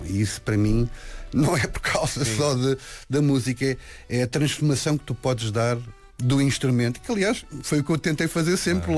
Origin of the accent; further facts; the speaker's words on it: Lisbon, Portugal; Eu nasci em Lisboa, vivia na urbe e serei sempre um gajo urbano. Urbano.